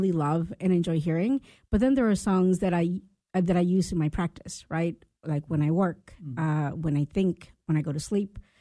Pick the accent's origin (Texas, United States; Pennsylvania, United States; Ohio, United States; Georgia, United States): Texas, United States; born there; moved away as an adult; also born or lived in Xalapa, Veracruz, Mexico / London, United Kingdom; now in Alaska, United States; Moved to Texas. I went to school in Texas. Left Texas as soon as I could. Went to Europe for a little while.